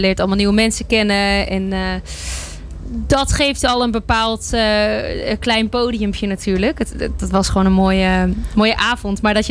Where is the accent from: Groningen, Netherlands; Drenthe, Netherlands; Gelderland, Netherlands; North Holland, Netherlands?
Gelderland, Netherlands; Doetinchem; Nou, ik kom uit Doetinchem, maar dan zou je toch denken dat je hier misschien wel een keer komt.